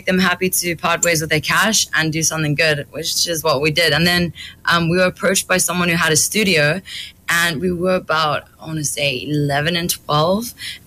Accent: South Africa; born there; also born or lived in France; So we grew up in South Africa.

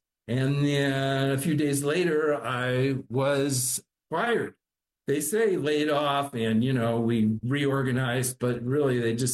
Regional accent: Beverly Hills, California, United States; I got to Beverly Hills, and I love working there because it's my hometown.

